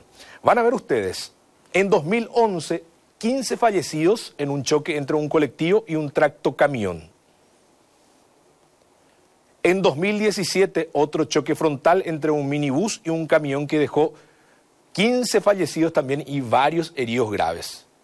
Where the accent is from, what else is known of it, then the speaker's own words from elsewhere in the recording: Pirayú, Paraguarí, Paraguay; como soy de Pirayú también, conozco el pesar de la población, específicamente de la compañía Pedroso.